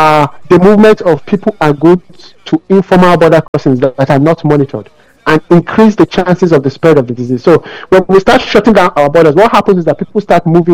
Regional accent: Nigeria; I'm a Nigerian. I'm carrying a Nigerian passport.

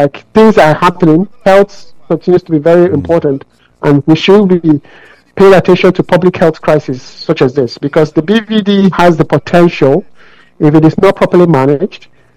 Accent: Nigeria; I'm a Nigerian. I'm carrying a Nigerian passport.

